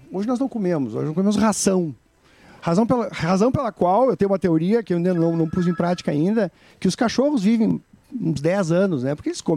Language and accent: Portuguese; Rio Grande do Sul, Brazil; Sou gaúcho.